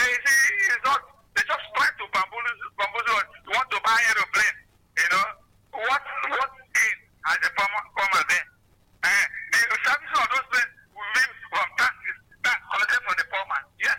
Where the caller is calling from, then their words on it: Enugu, Enugu State, Nigeria; I'm calling from Enugu.